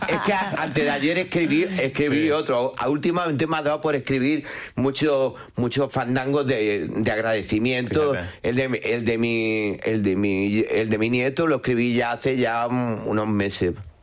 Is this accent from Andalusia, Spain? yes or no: yes; Granada, Andalusia, Spain; Granada, de mi tierra